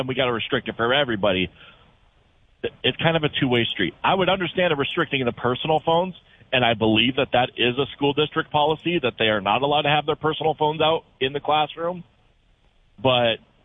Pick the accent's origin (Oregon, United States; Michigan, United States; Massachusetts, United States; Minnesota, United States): Minnesota, United States; Crookston; I grew up in Crookston, and I know teachers that have been up till 11 p.m. at night grading papers and essays.